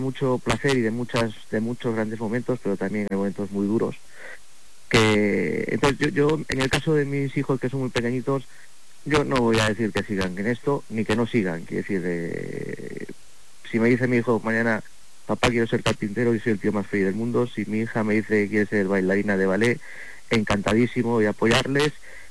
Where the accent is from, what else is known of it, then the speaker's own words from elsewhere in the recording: El Bierzo, Castile and León, Spain; esto en el Bierzo lo hemos desarrollado mucho, sobre todo en mi pueblo